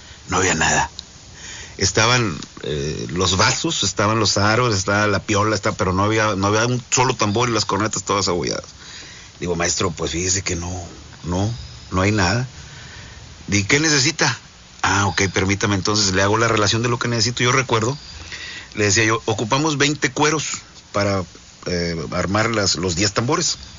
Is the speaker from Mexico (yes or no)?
yes; Hidalgo, Tamaulipas, Mexico; Yo nací en Hidalgo, Tamaulipas, termino la secundaria